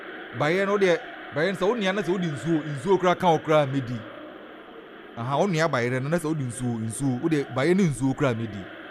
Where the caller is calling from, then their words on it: Takoradi, Western Region, Ghana; from Airport Ridge.